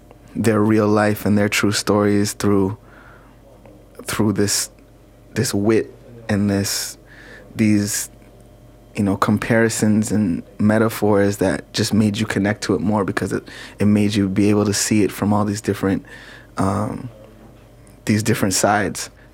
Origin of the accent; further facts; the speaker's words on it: Toronto, Ontario, Canada; add in a little bit of growing up in Toronto and, you know, getting to watch some of these guys like